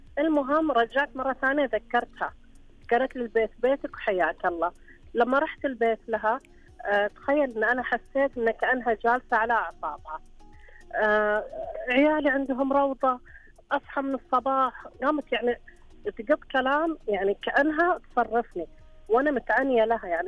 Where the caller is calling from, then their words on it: Qatif, Eastern Province, Saudi Arabia; من القطيف.